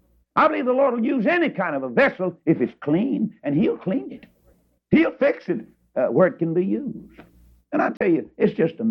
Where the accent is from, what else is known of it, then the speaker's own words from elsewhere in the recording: Texas, United States; Of course, now, you know, I'm from Texas.